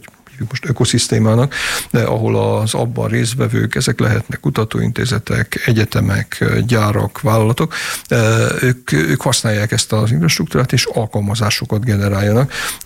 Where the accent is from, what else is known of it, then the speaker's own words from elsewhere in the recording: Zala, Hungary; nekem nincs zalai akcentusom, bár zalai vagyok